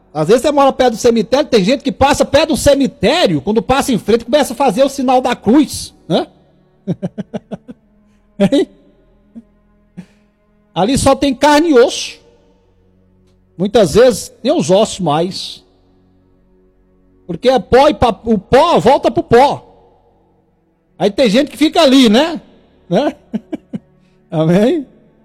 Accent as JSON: {"language": "Portuguese", "region": "Tocantins", "country": "Brazil"}